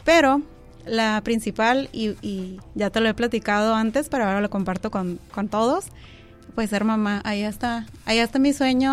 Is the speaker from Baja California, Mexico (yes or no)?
yes; Tijuana, Baja California, Mexico; De aquí, de Tijuana